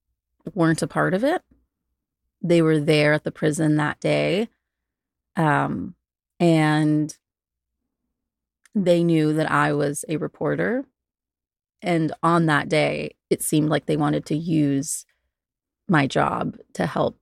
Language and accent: English; Chowchilla, California, United States; it was at the women's prison where I grew up near Chowchilla.